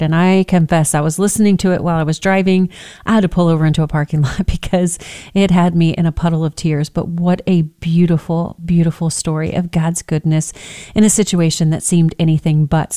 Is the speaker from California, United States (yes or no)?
no; Texas, United States; I grew up on the Texas Gulf Coast.